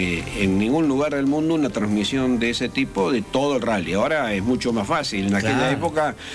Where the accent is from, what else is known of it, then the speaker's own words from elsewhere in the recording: Córdoba, Argentina; Nosotros en Córdoba, modestamente, fuimos pioneros.